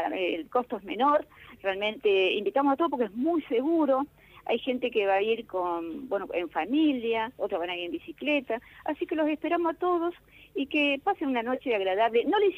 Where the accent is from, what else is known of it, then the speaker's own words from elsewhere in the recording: Argentina; la lucha heroica, ¿no?, que nos define a futuro después como nación argentina, ¿no?